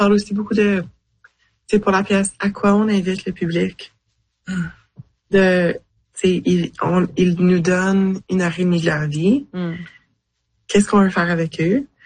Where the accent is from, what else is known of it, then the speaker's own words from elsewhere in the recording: Manitoba, Canada; Puis tu sais, moi, je viens du Manitoba.